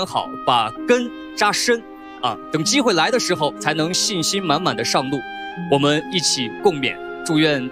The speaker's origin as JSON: {"language": "Chinese", "town": "Xi'an", "region": "Shaanxi", "country": "China", "tie": "born or raised there", "moved": "yes", "said": "我也是西安娃啊，我也是西安娃。"}